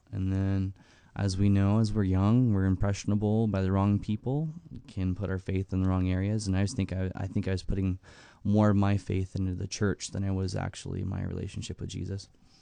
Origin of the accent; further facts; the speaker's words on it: Twin Falls, Idaho, United States; Yeah, so I was born and raised in the Magic Valley, Twin Falls, Idaho, Jerome, Hanson. And from about ages of, you know, being born to about seven, we were in the Southern Baptist Church.